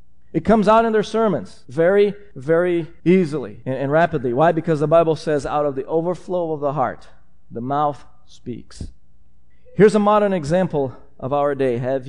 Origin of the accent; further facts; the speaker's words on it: Brazil; My home country, Brazil, is a quote-unquote ripe mission field for these guys.